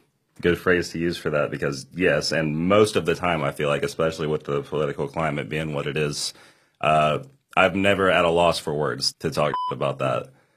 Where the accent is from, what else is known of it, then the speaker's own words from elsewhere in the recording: Huntington, West Virginia, United States; three out of five of us are living in Charleston, and then I'm from Huntington.